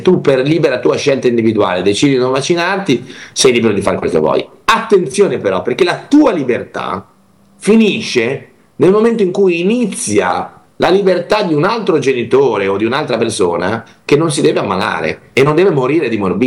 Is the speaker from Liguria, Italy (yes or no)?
yes; Liguria, Italy; Io mi vergogno di questi dati da Ligure.